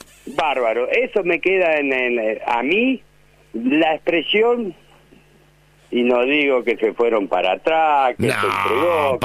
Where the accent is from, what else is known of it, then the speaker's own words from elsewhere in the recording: Argentina; no es la imagen que somos los argentinos